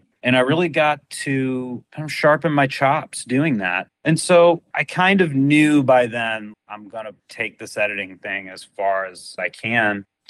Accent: Louisville, Kentucky, United States; As you mentioned, I grew up in Louisville, Kentucky, which is not a hotbed of filmmaking, but there were always projects coming through town.

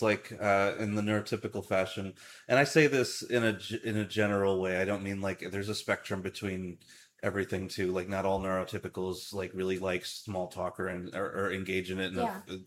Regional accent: East Coast, United States; now in West Coast, United States; I'm from the East Coast, so it's a very different place too.

